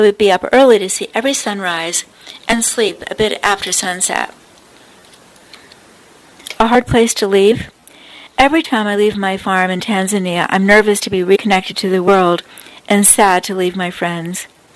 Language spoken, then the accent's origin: English; Indiana, United States; born or raised there